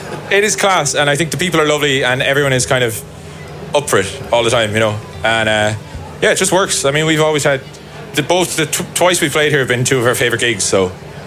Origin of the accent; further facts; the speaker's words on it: Ireland; And especially like right now, being Irish seems like kind of a thing that people seem very interested in.